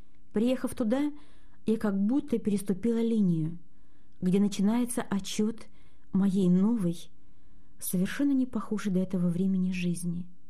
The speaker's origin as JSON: {"language": "Russian", "region": "Magadan Oblast", "country": "Russia", "tie": "born or raised there", "also_born_or_lived": "Ukraine", "said": "Мне 30 лет. Родилась я на Украине. Но когда мне исполнилось 4 года, мы переехали на крайний север, в Магаданскую область."}